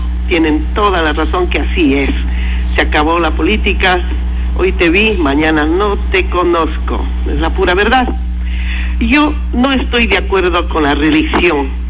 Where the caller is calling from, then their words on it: Limón Indanza, Morona Santiago, Ecuador; Le llamo de Limón Indanza